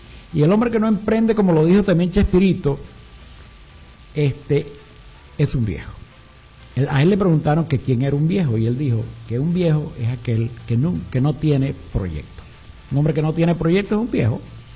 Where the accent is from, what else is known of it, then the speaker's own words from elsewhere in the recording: Irapa, Sucre, Venezuela; now in Cumaná, Venezuela; Yo soy de Irapa, aquí de nuestro estado.